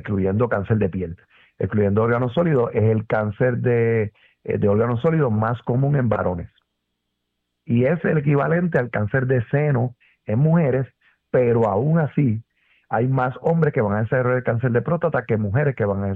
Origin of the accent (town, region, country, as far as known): Puerto Rico